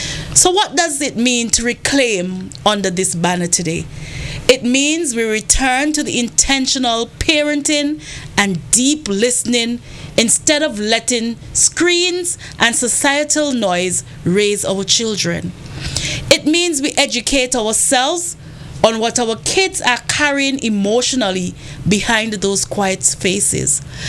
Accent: Montserrat; now in Antigua and Barbuda; not forgetting my hometown, Montserrat

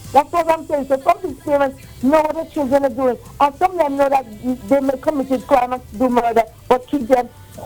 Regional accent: Antigua & Barbuda; moved away; I remember growing up in Antigua

